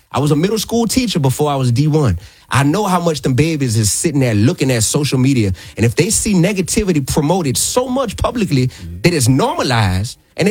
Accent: New Orleans, Louisiana, United States; I'm still from New Orleans. I still came up in a space to where it's like, boy, you'll get your dome knocked off

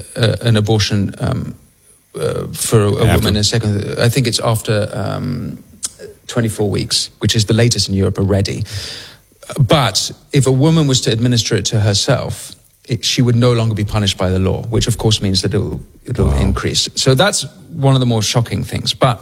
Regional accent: England, United Kingdom; this is an embarrassment about being English, that will be overcome, because actually that's a relatively new concept, and actually we're a proud ancient people.

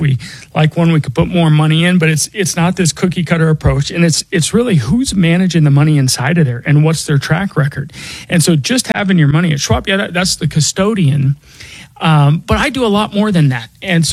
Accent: Denver, Colorado, United States; born or raised there

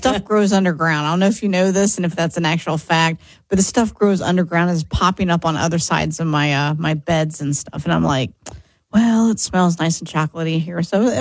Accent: the South, United States; I know I was born and raised in the South

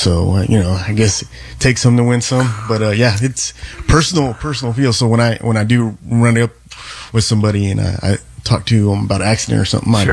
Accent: Fort Worth, Texas, United States; I'm being from South Fort Worth and Crowley.

